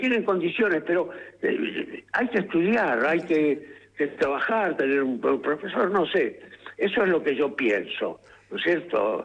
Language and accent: Spanish; Argentina; now in San Isidro, Argentina; soy el actor argentino que más Shakespeare hizo